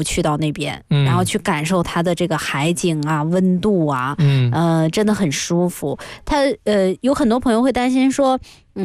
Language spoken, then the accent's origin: Chinese; northern China, China; 但是我作为一个北方人啊